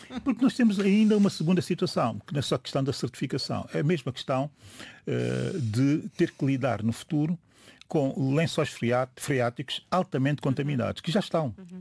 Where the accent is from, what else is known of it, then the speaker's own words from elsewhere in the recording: São Tomé & Príncipe; o problema mais crítico que nós temos em São Tomé e Príncipe